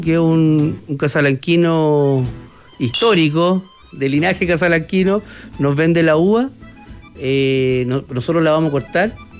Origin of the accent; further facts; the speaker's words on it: Chile; no somos tan gremiales en Chile, somos medio individualistas, somos medio antropófagos.